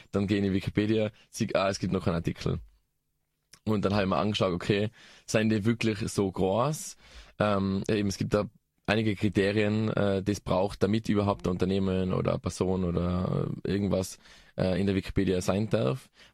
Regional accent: Innsbruck, Tyrol, Austria; Also es gibt ja bei uns in Innsbruck alle ein, zwei Monate ein lokales Treffen

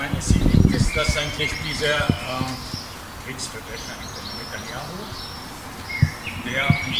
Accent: Lebanon; born there; German is a second language; moved away; Ich bin Palästinenser, der im Libanon geboren.

